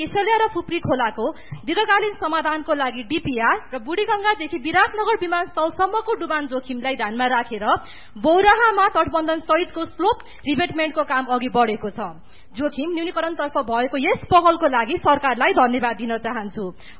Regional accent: Koshi Province, Nepal; born there

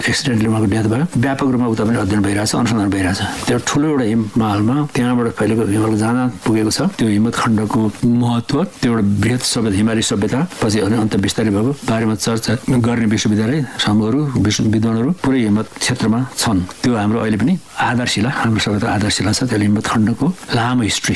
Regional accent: Bhojpur, Koshi Province, Nepal; अलि पूर्व अझैतिर मेरो घर भोजपुर हो

